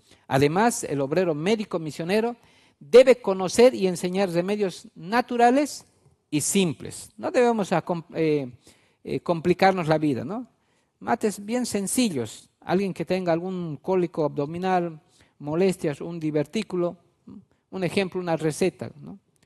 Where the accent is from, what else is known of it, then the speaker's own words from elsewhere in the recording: Bolivia; Es como hoy en día en nuestro país, aquí en Bolivia